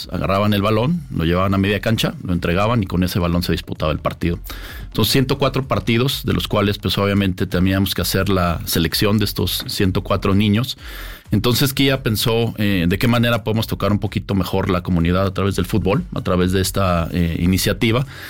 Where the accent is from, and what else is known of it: Mexico